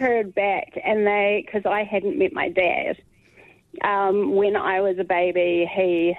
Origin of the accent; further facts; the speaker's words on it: Oamaru, Otago, New Zealand; also born or lived in Dunedin; So I never met him. I grew up in Oamaru and I knew his family.